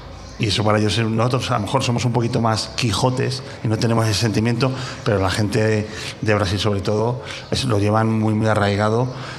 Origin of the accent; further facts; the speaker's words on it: Tordesillas, Castile and León, Spain; mi pueblo, de Tordesillas.